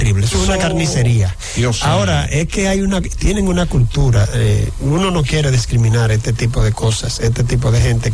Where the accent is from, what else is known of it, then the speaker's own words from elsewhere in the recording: Dominican Republic; me siento mal como dominicano